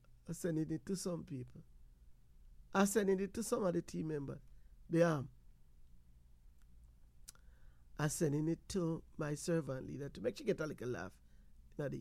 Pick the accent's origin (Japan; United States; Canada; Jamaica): Jamaica; You know, when I was growing up in Jamaica, you know, I've always been told that diesel fuel is much cheaper than the gas.